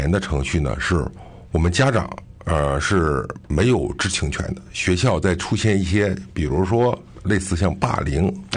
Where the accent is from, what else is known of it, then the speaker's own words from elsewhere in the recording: China; 就说这是我这是觉得这是非常符合我们中国人的心理